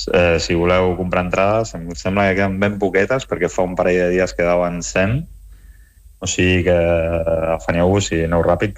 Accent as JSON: {"language": "Catalan", "town": "Lloret de Mar", "region": "Catalonia", "country": "Spain", "tie": "born or raised there", "moved": "as an adult", "lives_now": "Vidreres, Spain", "said": "vaig créixer a Lloret, ara mateix estic visquent a Vidreres, però, bueno, que pràcticament me segueixo molt vinculat a Lloret"}